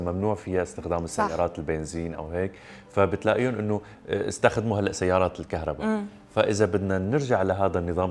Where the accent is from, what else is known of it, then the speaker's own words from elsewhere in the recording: Syria; يعني احنا مثلا عندنا بسوريا انه بيعملوا لحن على الطبل.